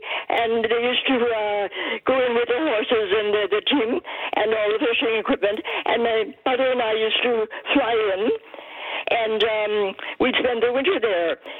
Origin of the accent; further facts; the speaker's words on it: Saskatchewan, Canada; now in Innisfail, Canada; I'm from Northern Saskatchewan, and my father was a fisherman up there on Dory Lake.